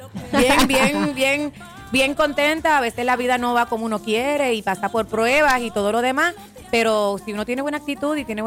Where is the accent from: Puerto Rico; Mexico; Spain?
Puerto Rico; Fajardo; now in Virginia, United States; Yo soy producto de Escuela Pública de Fajardo, Puerto Rico.